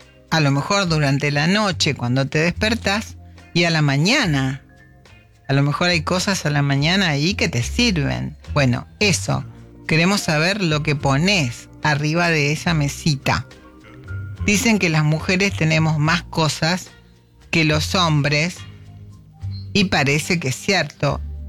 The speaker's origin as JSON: {"language": "Spanish", "town": "Gualeguaychú", "region": "Entre Ríos", "country": "Argentina", "said": "yo soy de Gualeguaychú, he ido cuando era chica muchas veces."}